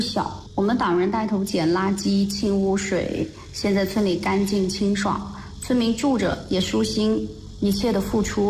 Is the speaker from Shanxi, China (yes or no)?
no; Guangxi, China; moved away as an adult; 我是土生土长的大贤村人，从小就盼着家乡变好